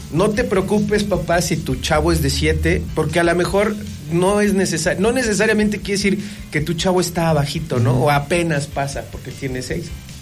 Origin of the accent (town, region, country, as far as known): Mexico